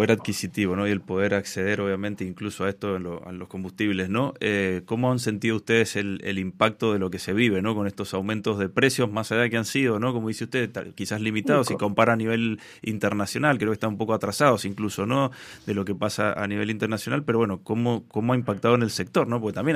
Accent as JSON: {"language": "Spanish", "country": "Argentina"}